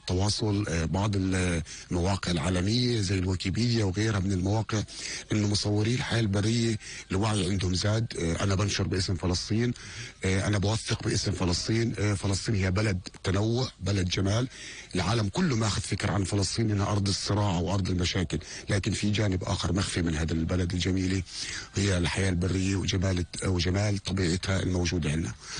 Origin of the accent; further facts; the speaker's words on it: Palestine; احنا كفلسطينيين وكمصورين وكموثقين احنا بنثبت هويتنا الفلسطينية